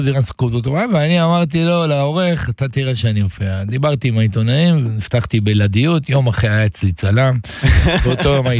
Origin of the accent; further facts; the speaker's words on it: the Krayot, Haifa District, Israel; גדלתי בקריות